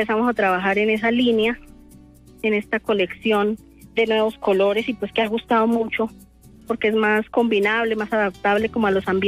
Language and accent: Spanish; Guacamayas, Boyacá, Colombia; nosotros somos una comunidad de Guacamayas, Boyacá, donde trabajamos la cestería en rollo.